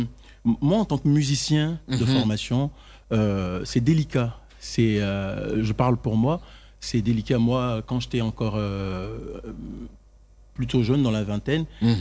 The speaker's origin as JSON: {"language": "French", "town": "Man", "region": "Montagnes", "country": "Côte d’Ivoire", "moved": "as an adult", "lives_now": "France", "said": "Je viens de Mans. Mon père et ma mère sont Yakuba. Et donc je suis Yakuba."}